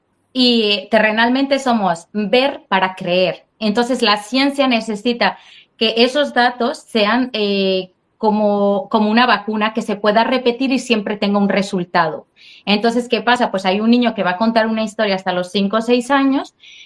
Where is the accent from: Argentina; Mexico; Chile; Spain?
Mexico; yo soy mexicana, ¿vale?